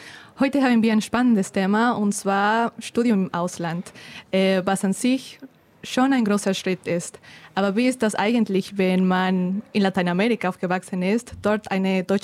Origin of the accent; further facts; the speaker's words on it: Bolivia; moved away as an adult; now in Germany; weil ich komme auch aus Lateinamerika, cool. Ich komme aus Bolivien, mhm, und ich studiere Digital- und Medienwirtschaft, wie alle hier in der Redaktion, und ich bin in Deutschland auch seit 3 Jahren